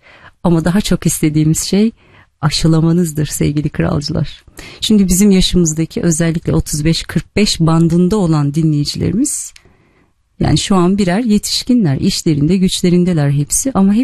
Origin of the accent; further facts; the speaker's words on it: Pamukova, Sakarya, Turkey; Memleketimden bir mesaj göndermiş Pamukova tarafından.